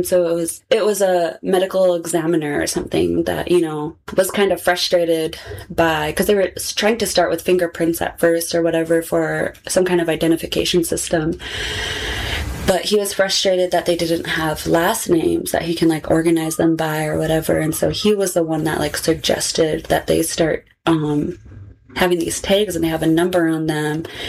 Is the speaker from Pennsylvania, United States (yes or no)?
no; Barrow, Alaska, United States; Growing up in Barrow, I was never like Inuit.